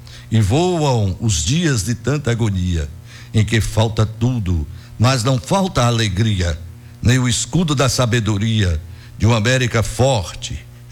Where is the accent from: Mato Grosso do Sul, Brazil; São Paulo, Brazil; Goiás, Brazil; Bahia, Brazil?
Bahia, Brazil; Caetité; moved away; Sou registrado como filho da cidade de Caetité, cidade histórica, agora com mais de 217 anos, né? De emancipação política, situada no interior da Bahia, na região sudoeste